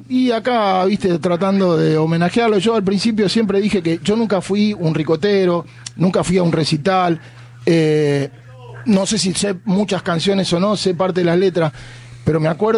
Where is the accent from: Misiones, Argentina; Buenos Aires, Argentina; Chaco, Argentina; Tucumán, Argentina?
Buenos Aires, Argentina; Nico y yo crecimos en el Villa Pueyrredón, crecimos con él